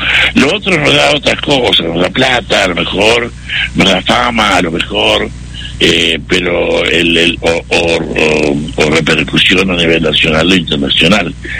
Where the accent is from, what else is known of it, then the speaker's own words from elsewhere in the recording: Salta, Argentina; moved away as an adult; also born or lived in Córdoba / Buenos Aires; Yo soy salteño, sí, nací en Salta. Después me fui a Córdoba a hacer el servicio militar y de ahí me quedé estudiando y empecé a hacer teatro ahí en Córdoba.